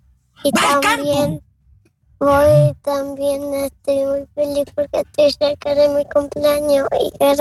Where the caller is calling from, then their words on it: Temuco, Araucanía, Chile; de Temuco, como siempre.